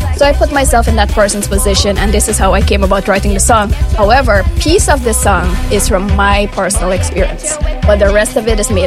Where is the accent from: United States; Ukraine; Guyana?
Guyana; Anna Catherina, Essequibo Islands-West Demerara; moved away; I am originally from Region 3, Demerara, West Side, Anacatrina.